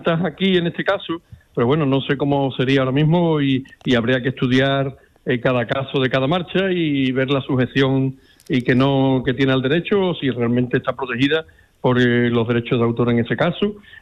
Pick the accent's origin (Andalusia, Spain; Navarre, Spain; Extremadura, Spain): Andalusia, Spain; Jerez de la Frontera; also born or lived in Seville; Soy sevillano de nacimiento, hermano de la hermandad de la Iniesta de toda mi vida, y jerezano de adopción, vivo aquí desde prácticamente desde que nací